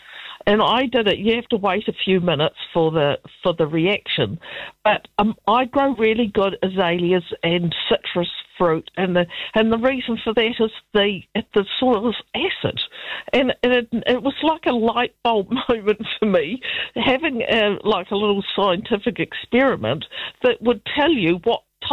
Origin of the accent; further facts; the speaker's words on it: Dunedin, Otago, New Zealand; moved away; I'm originally from Dunedin